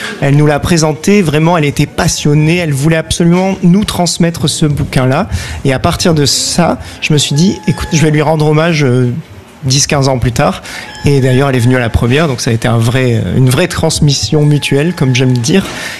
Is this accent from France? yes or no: yes; Avignon, Provence-Alpes-Côte d'Azur, France; born there; Moi je suis né au Théâtre du Balcon, donc je crois que j'ai jamais fait autre chose qu'Avignon dans ma vie